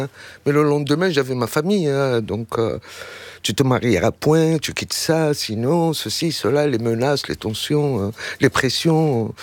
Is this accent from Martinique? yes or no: no; Morocco; born or raised there